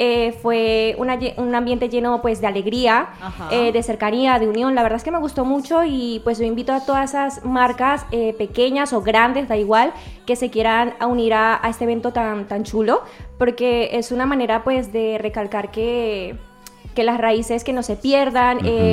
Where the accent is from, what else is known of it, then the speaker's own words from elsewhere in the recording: Venezuela; now in Spain; mi mamá es colombiana, ella es de Santa Rosa de Cabal, Pereira. Sí. Y pues yo soy venezolana